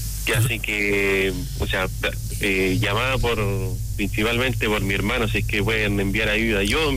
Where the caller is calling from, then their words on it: Talca, Maule, Chile; Mire, yo estoy de Talca, vivo en Talca hace 13 años.